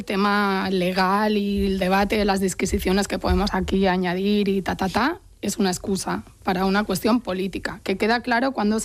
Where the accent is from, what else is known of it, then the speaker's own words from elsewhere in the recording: Spain; Yo como española, muy española, que diría Rajoy